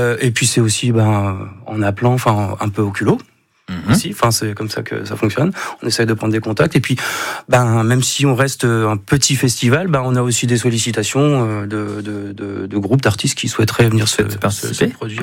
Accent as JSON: {"language": "French", "region": "Centre-Val de Loire", "country": "France", "said": "par chez nous, dans le Grand Lochois, le sud Touraine."}